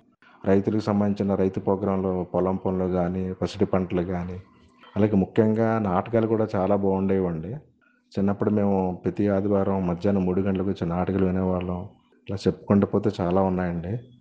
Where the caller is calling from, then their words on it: Visakhapatnam, Andhra Pradesh, India; నేను విశాఖపట్నంలో ఉంటాను.